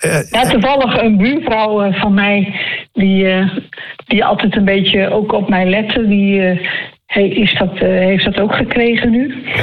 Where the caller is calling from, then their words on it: Woerden, Utrecht, Netherlands; Uit Woerden.